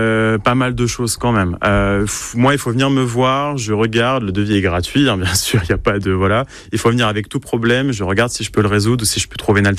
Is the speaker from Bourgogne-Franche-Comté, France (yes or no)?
yes; Bourgogne-Franche-Comté, France; Oui, moi je suis de la région, je suis de Haute-Saône